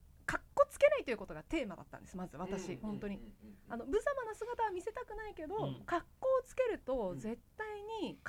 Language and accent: Japanese; Tottori, Japan; moved away; 鳥取で生まれ育って野球を好きになってよかった。